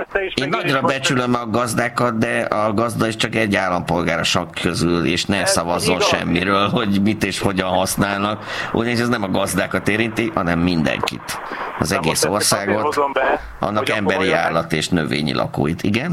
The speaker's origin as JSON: {"language": "Hungarian", "region": "Baranya", "country": "Hungary", "tie": "born or raised there", "said": "Én a Mecsekre is nagyon büszke vagyok, fejfélétes. Tessék, ott nőttem föl."}